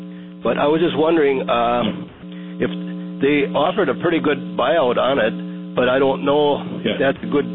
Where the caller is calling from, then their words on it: Merrill, Wisconsin, United States; from Merrill.